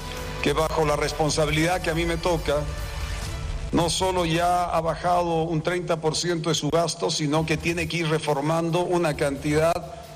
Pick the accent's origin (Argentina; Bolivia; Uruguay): Bolivia; La libertad es la parte central de lo que somos como bolivianos.